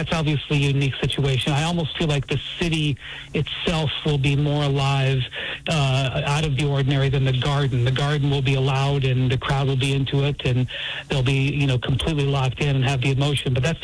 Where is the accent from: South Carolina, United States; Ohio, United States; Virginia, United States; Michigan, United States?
Ohio, United States; Obviously, I'm from Northeast Ohio